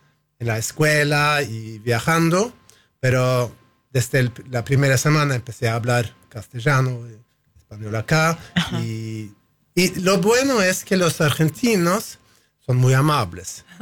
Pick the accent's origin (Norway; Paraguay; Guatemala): Norway